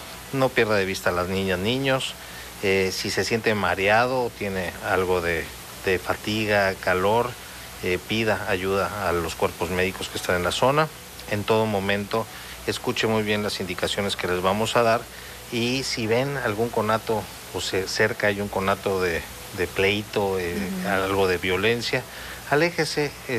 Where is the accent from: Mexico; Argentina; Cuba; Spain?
Mexico; como mexicanas y mexicanos queremos celebrar